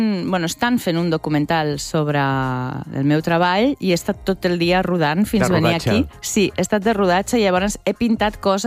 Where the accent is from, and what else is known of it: Zaragoza, Aragon, Spain; moved away as an adult; now in Catalonia, Spain